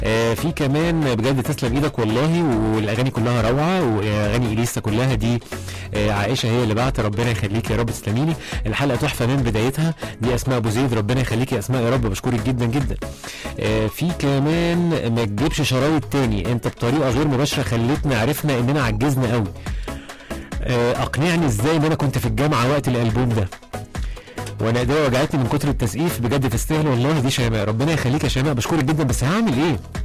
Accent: Egypt

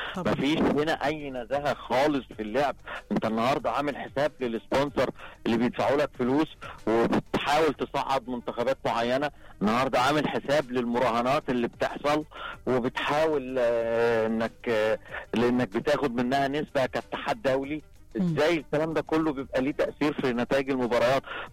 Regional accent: Egypt; واحنا مصريين

